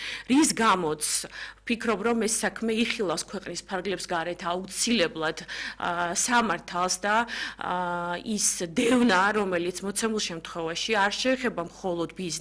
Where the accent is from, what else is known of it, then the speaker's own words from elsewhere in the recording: Khobi, Samegrelo-Zemo Svaneti, Georgia; ჩვენ წარმოშობით ხობიდან ვართ